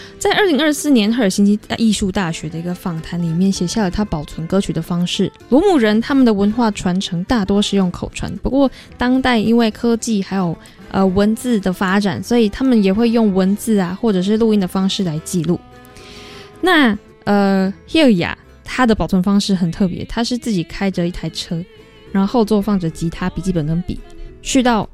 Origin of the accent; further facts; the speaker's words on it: Taiwan; 身为台湾人的我们也是。